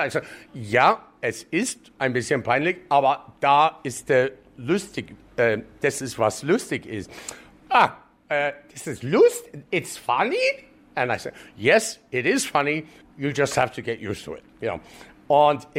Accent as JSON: {"language": "German", "country": "Canada", "second_language": "German", "lives_now": "Germany", "said": "ich als Kanadier, scheißegal, ich bin hier so lang"}